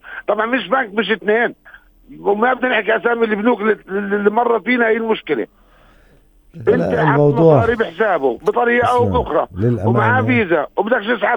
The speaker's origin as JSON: {"language": "Arabic", "country": "Palestine", "said": "احنا كشعب فلسطيني وداخل فلسطين"}